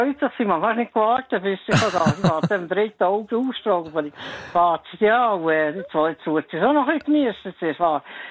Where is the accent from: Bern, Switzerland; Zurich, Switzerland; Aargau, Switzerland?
Bern, Switzerland; Ich bin ein richtiger Berner. Ich bin in Bern geboren, vor 73 Jahren.